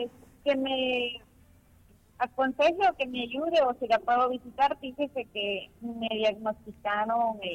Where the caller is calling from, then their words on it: Huehuetenango, Guatemala; De aquí, de la zona 11.